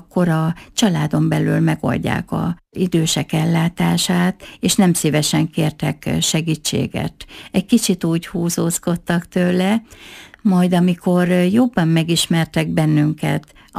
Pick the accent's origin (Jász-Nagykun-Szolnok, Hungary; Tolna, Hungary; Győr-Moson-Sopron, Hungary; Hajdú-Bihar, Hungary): Jász-Nagykun-Szolnok, Hungary; born there; moved away as an adult; now in Miskolc, Hungary